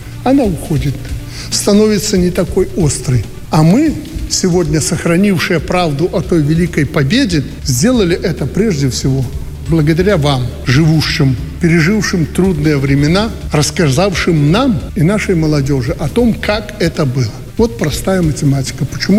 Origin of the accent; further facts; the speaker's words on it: Belarus